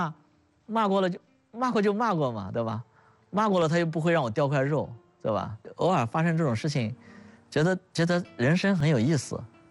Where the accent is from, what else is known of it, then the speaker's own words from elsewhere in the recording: Hefei, Anhui, China; 你看我从小出生在安大的现在的老区，就老的住宅现在已经变成了那个大富红学府了，以前的老房子没有了